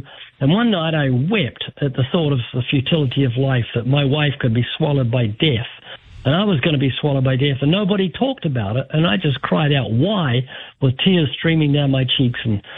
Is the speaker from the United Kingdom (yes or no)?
no; New Zealand; born there; I was born in New Zealand twice.